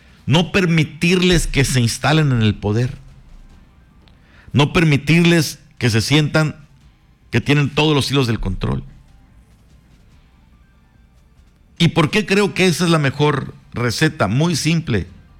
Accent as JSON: {"language": "Spanish", "country": "Mexico", "said": "como hemos sido siempre los mexicanos"}